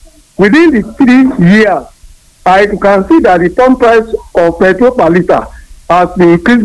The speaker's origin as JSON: {"language": "English", "town": "Akwete", "region": "Abia", "country": "Nigeria", "said": "from Akwete."}